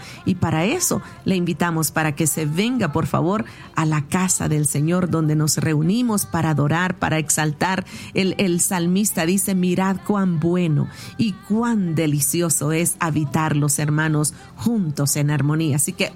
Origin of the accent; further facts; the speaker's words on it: El Salvador; Yo no soy de México, para los que no me conocen. Yo soy originaria de la República de El Salvador, pero el Señor me permite ahora viajar con frecuencia a México